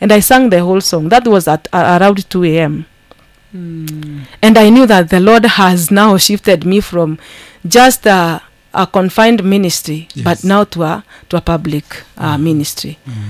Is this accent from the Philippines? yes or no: no; Kenya; first language Kikuyu; English is a second language; Because if you listen to it and you are able to understand maybe my mother tongue, that is Kikuyu, you will be able to see the verses are talking about why were you created?